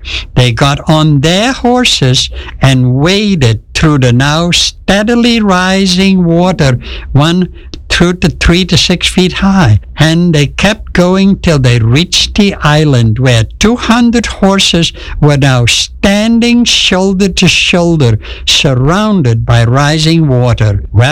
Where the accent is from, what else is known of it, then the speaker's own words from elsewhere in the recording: Marum, Groningen, Netherlands; near Marum, Friesland. That is the place where I grew up in World War II.